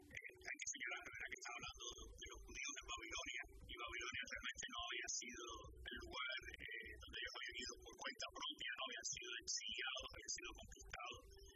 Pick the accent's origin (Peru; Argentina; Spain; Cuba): Cuba; now in United States; yo digo, soy cubano